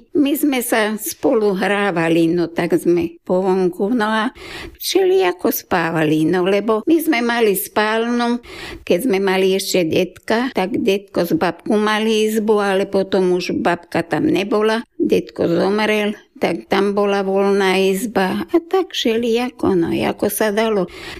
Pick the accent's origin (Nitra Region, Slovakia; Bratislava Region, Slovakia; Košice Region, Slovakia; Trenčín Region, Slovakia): Trenčín Region, Slovakia; Kalnica; born there; also born or lived in Beckov; My sme bývali von z dediny. To patrilo do Beckova, hoci my sme boli Kalničani